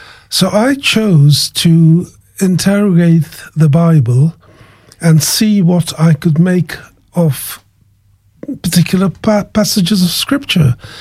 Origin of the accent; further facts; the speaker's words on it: Kenya; moved away; I call to mind my walk into this country, because as you know, I'm from another country. Yes. I'm from Kenya.